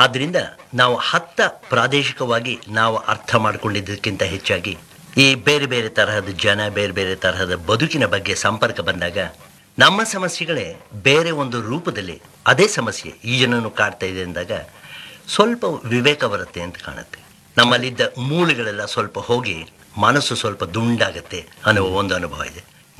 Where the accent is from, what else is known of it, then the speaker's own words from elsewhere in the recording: Karnataka, India; moved away as an adult; ನಾನು ಕನ್ನಡಿಗ, ಹುಟ್ಟಿ ಬೆಳೆದಿದ್ದು ಕನ್ನಡ ದೇಶದಲ್ಲಿ